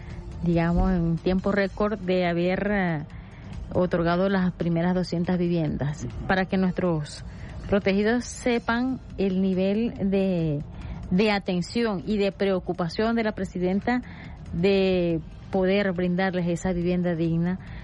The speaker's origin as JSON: {"language": "Spanish", "country": "Venezuela"}